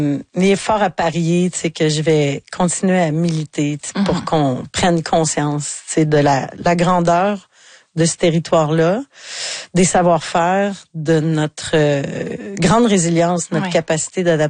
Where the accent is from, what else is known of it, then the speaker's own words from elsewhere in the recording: Quebec, Canada; puis chez nous, dans le Bas-Saint-Laurent, tu sais, avec le vieux théâtre de Saint-Fabien, avec le théâtre du Bic